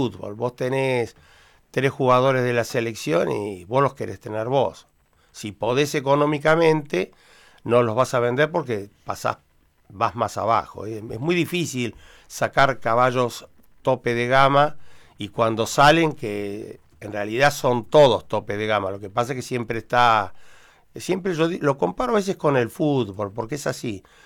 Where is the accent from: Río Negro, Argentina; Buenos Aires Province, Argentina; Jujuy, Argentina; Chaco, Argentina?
Buenos Aires Province, Argentina; Bahía Blanca; born there; also born or lived in La Plata; Yo nací en Bahía Blanca, estudié en La Plata y bueno, y ejercí mi profesión acá en Bahía Blanca.